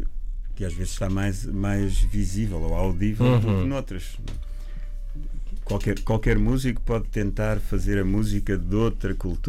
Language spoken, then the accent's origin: Portuguese; Portugal; eu sou português